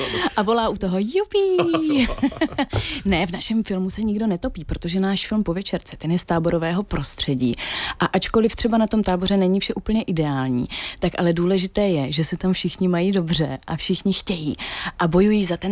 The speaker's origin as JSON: {"language": "Czech", "town": "Uherské Hradiště", "region": "Zlín Region", "country": "Czechia", "tie": "born there"}